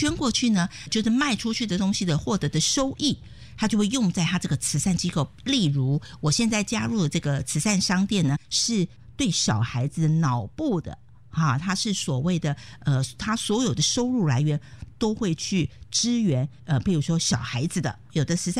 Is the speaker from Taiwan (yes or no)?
yes; Taiwan; moved away as an adult; now in North West England, United Kingdom; 其实我是台湾人，道地的台湾人，土生土长的。